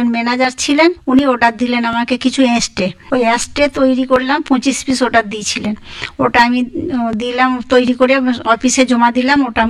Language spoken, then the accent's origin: Bangla; Bankura, West Bengal, India; আমি বাঁকুড়া বিঘ্নাস শিল্পডাঙ্গা থেকে এসেছি।